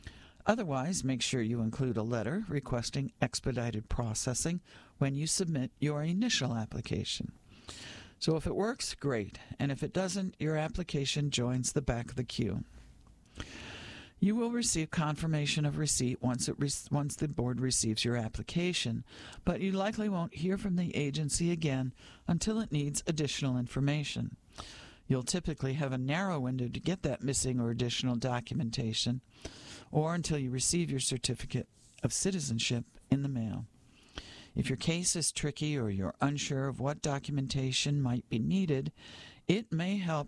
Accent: Los Angeles, California, United States; I flew to Fort Worth from my hometown of Los Angeles

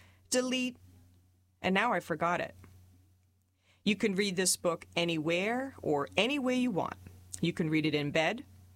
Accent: Tennessee, United States; it's full of a bunch of stories about me and my hometown in Tennessee, my friends and my family

